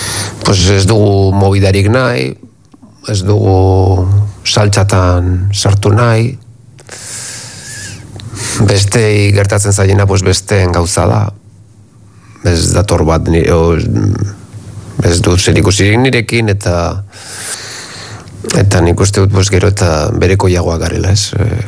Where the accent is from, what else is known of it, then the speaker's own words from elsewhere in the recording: Basque Country, Spain; Independentista naiz, eta euskalduna naiz bakarrik.